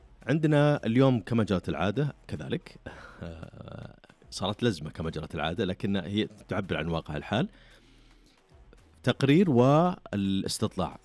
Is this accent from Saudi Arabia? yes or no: yes; Saudi Arabia; الهدف اللي سجله قدام الأرجنتين ترك بصمة كبيرة محليا على أقل تقدير عندنا في السعودية